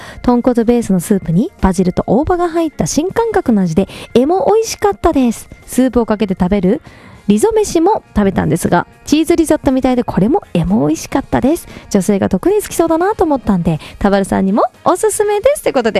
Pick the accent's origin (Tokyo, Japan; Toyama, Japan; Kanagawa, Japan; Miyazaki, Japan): Miyazaki, Japan; Hyuga; moved away; FM 広場から聞いてるということで、私の地元でございますね。